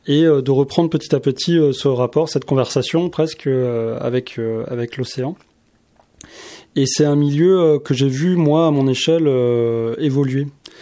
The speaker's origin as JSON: {"language": "French", "region": "Grand Est", "country": "France", "tie": "born or raised there", "moved": "yes", "said": "ma mère est bretonne, mais j'ai grandi en Alsace."}